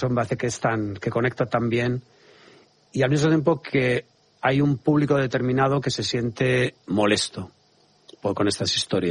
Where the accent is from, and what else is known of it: Spain